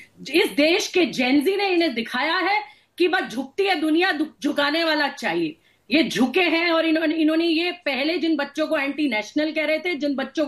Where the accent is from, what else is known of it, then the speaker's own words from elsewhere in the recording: Uttar Pradesh, India; हम यूपी से आते हैं